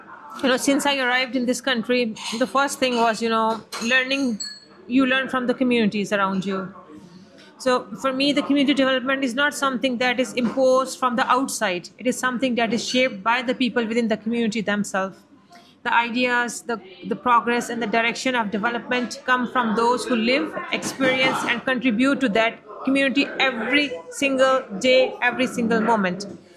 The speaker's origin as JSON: {"language": "English", "country": "Pakistan", "moved": "yes", "lives_now": "Cork, Ireland", "said": "I am originally from Pakistan and have been living in Cork for almost 18 years now."}